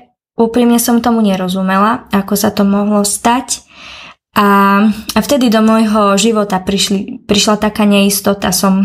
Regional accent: Nové Zámky, Nitra Region, Slovakia; born there; now in Bratislava, Slovakia; vyrastala som ako jedináčik v kresťanskej rodine. Narodila som sa v Nových Zámkoch, potom sme sa presťahovali do iného mesta a teraz bývam už pomaly 8 či 9 rok v Bratislave.

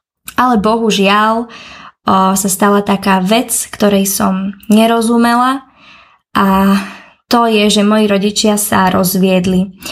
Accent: Nové Zámky, Nitra Region, Slovakia; born there; now in Bratislava, Slovakia

